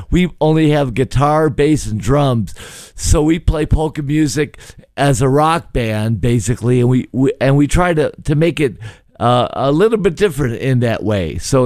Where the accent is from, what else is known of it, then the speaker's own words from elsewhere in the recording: Chicago, Illinois, United States; I grew up here, not far from here in Gladstone Park and Albany Park. I'm a Chicagoan